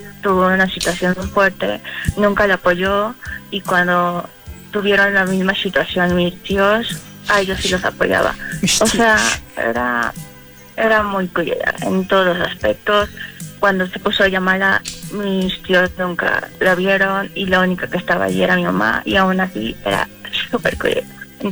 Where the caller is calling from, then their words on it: Fuentes del Pedregal, Mexico City, Mexico; Y acá de Fuentes del Pedregal